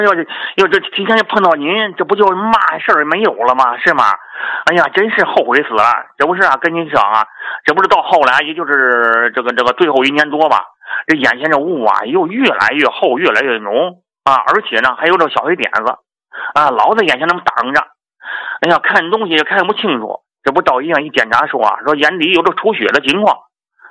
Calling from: Jinghai, Tianjin, China; 我天津静海的。

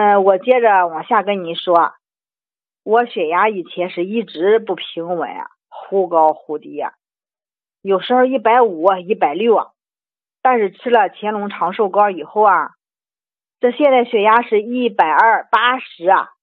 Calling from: Jinan, Shandong, China; 我是济南市啊淮阴区的。

